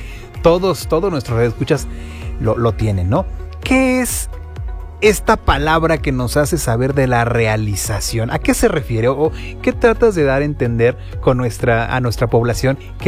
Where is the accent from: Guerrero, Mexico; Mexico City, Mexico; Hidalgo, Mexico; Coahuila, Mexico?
Hidalgo, Mexico; yo soy de Hidalgo